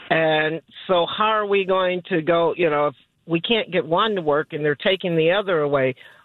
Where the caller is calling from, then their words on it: Portage, Wisconsin, United States; I live in rural Portage between Portage and Merrimack